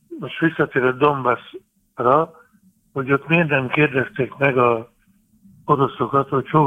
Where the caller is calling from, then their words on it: Sopron, Győr-Moson-Sopron, Hungary; én soproni vagyok